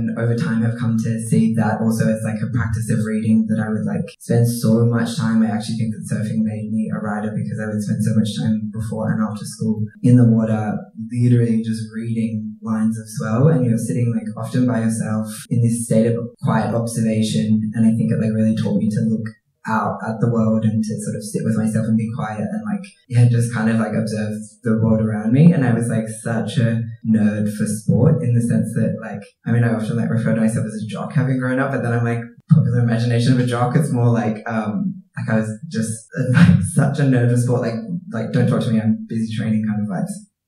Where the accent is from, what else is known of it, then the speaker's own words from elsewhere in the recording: Sydney, New South Wales, Australia; I grew up in Gadigal country in Sydney, but I grew up very much in the water, described myself as a water baby.